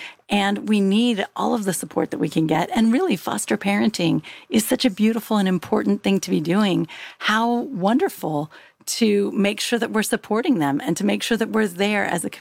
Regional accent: Middletown, California, United States; I grew up near Middletown in Valley, California.

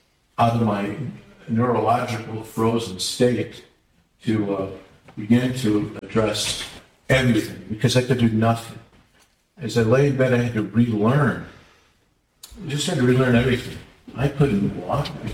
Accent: Detroit, Michigan, United States; I grew up in Detroit. I'm going to Detroit.

